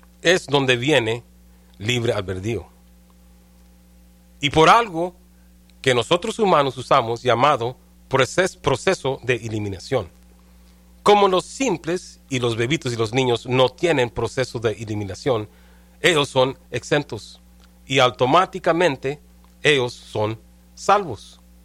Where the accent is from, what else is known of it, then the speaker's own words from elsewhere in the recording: California, United States; El ministerio, ¿verdad?, originó de donde yo soy, ¿verdad?, en California.